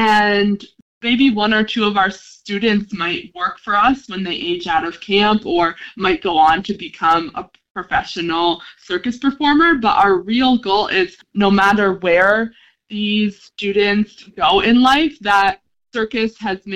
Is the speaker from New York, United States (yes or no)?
yes; New York, United States; born there; now in Cape Cod, United States; I grew up in New York, a little upstate from New York City